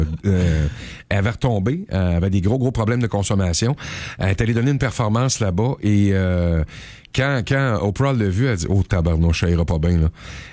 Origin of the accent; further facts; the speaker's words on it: Quebec, Canada; pas juste de chez nous au Québec, de partout à travers la planète.